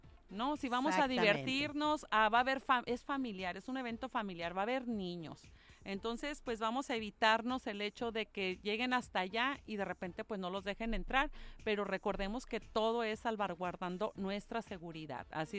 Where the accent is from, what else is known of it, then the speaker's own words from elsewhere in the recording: Mexico; now in Ensenada, Mexico; como mexicanos que somos